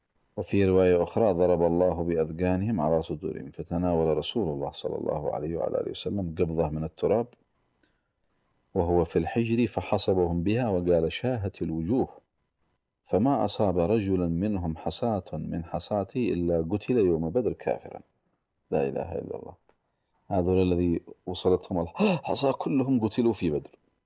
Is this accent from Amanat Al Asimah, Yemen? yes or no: yes; Sanaa, Amanat Al Asimah, Yemen; عندنا في صنعاء، وصنعاء جوها لطيف يعني